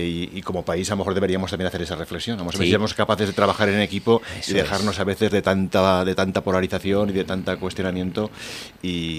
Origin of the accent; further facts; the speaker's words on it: Teruel province, Aragon, Spain; Yo lo viví en el bar de mi pueblo